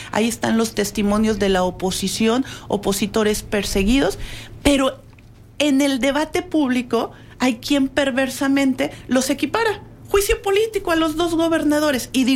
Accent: Zacatecas, Mexico; yo soy de Zacatecas

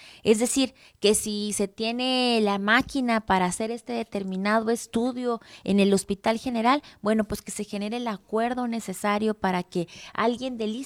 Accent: Ciudad Juárez, Chihuahua, Mexico; yo soy de aquí de Juárez

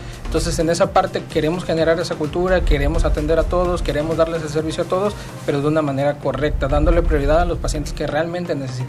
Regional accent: Mexico; Como mexicanos, digo, me incluyo yo también

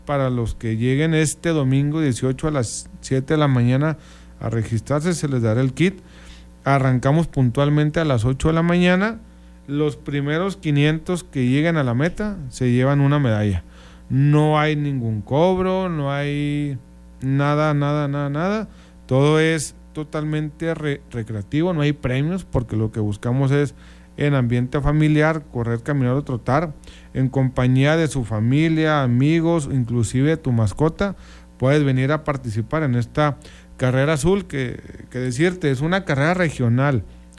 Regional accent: Mexico; los mexicanos estamos hartos, cansados, todos, un servidor

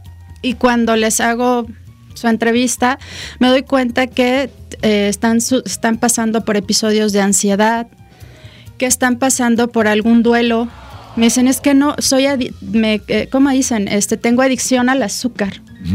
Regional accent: Mexico; Somos mexicanos, ¿no? O sea, imagínense comer un taco de al pastor sin tortilla o con lechuga.

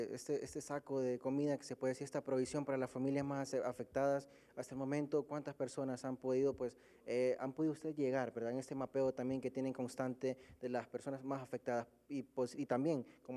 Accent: Honduras; nos llama la atención y la solidaridad a todos como hondureños

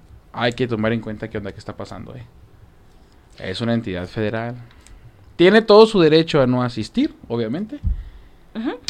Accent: Chihuahua, Mexico; Y todos los chihuahuenses contestamos lo mismo.

